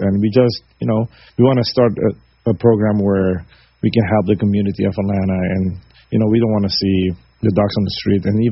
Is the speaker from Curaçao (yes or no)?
yes; Curaçao; because of bringing back the tradition that how I grew up in Curacao.